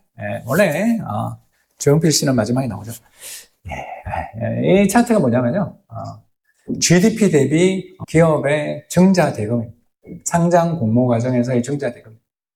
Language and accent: Korean; Daegu, South Korea; 제가 대구 사람입니다. 대구하고도 대구 남구 대명동에 사는데요.